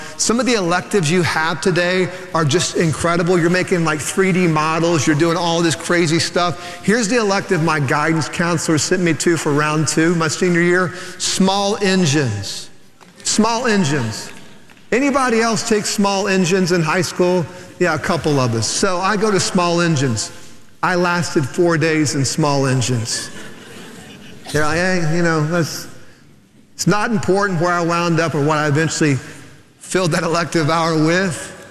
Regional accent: Oklahoma, United States; now in Houston, United States; I grew up in rural Oklahoma.

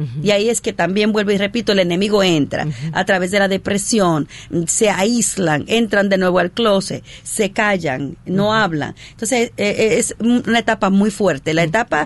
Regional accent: New York, United States; yo soy de New York

